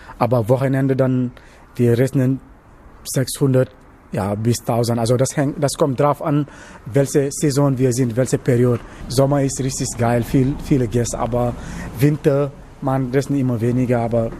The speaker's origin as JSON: {"language": "German", "region": "Dakar", "country": "Senegal", "second_language": "German", "lives_now": "Germany", "said": "Ja, ich komme genau da im Hauptstadt, also in einer Teile in der Stadtviertel."}